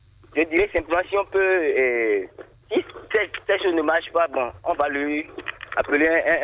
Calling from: Akassato, Atlantique, Benin; je vous appelle de Akasato.

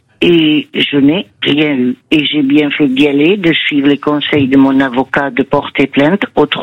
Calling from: Nouvelle-Aquitaine, France; je suis de la Gironde.

